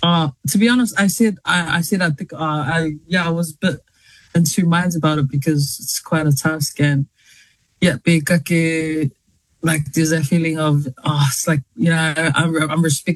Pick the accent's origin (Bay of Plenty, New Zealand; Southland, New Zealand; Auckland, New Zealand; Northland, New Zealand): Auckland, New Zealand; Massey; I grew up in Massey, West Auckland, and yeah, born and raised in West Auckland. But yeah, grew up, I guess, in a traditional Samoan household.